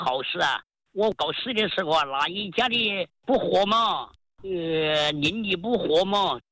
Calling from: Tianmen, Hubei, China; 我是天门市福子山的。

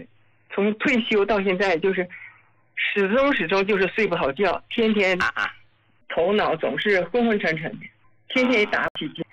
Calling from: Jilin, China; 我是吉林的那个听众。

